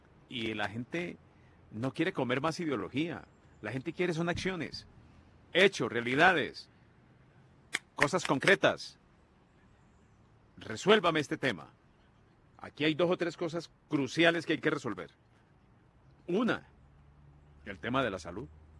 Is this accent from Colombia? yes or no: yes; Colombia